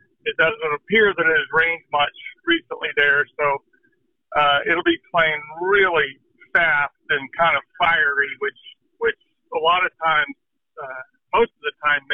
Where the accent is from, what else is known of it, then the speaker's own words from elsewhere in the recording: Dallas, Texas, United States; now in Oklahoma, United States; growing up in Dallas and then living in Oklahoma most of my life